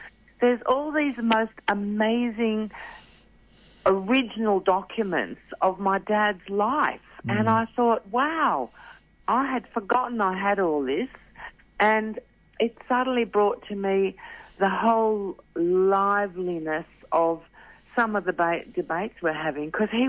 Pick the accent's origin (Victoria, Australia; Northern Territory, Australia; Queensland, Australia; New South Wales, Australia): New South Wales, Australia; Sydney; born there; I was born in Sydney to immigrants